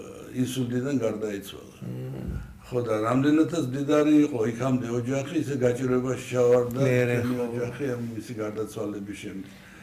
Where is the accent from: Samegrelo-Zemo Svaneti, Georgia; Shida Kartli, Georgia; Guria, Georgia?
Guria, Georgia; მეც გამოვედი მე გურული იმიტომ რომ გამზარდეს იქ.